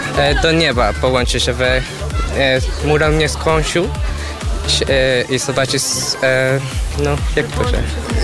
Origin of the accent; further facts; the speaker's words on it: Colombia; Polish is a second language; now in Wrocław, Poland; ja jestem z Kolumbii